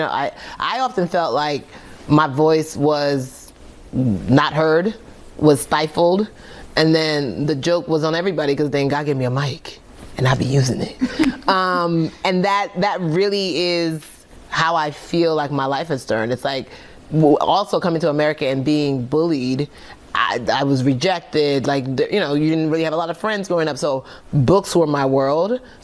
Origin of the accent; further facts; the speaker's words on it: Nigeria; And I was like, how do I do that? I'm Nigerian.